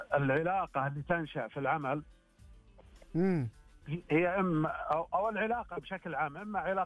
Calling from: Riyadh, Riyadh Province, Saudi Arabia

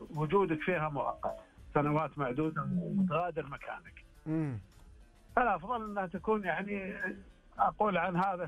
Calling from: Riyadh, Riyadh Province, Saudi Arabia

